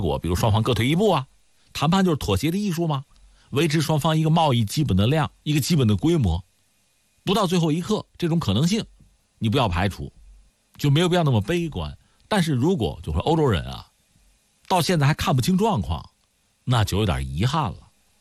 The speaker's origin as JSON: {"language": "Chinese", "country": "China", "said": "我们就先不说我们是中国人"}